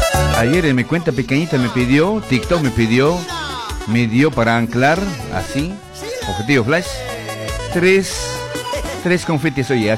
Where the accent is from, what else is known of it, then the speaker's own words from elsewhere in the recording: Bolivia; now in Buenos Aires, Argentina; Nosotros somos en Argentina, Buenos Aires, ¿sí? Argentina, Buenos Aires, pero yo soy bolita. Bolita, no. Boliviano, por favor.